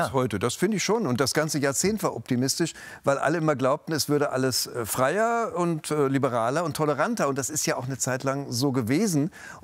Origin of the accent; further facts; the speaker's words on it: Munich, Bavaria, Germany; Weil ich bin ja aus München und da ist man ja gewöhnt, dass Bayern immer oben steht.